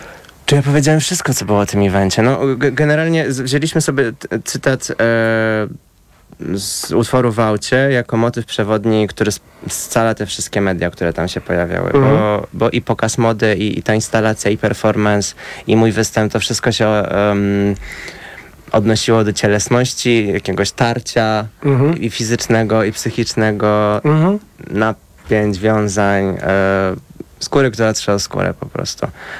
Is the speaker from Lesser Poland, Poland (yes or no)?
no; Kielce, Świętokrzyskie Voivodeship, Poland; Może będzie reunion z moim rodzinnym miastem.